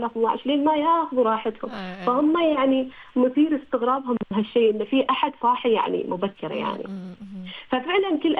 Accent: Oman; فقلنا لهم نحن من عمان

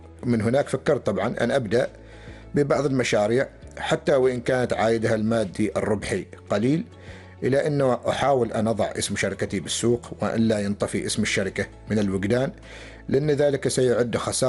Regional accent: Oman; كذلك نحن كعمانيين شابين وشابات نستطيع فعلا إن شاء الله تعالى نوصل إلى مستويات عالية

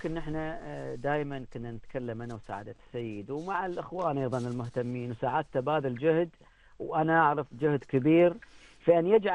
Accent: Oman; أي سائح أو أي نقول نحن مواطن عماني يجي من داخل عمان إلى محافظة البريمي

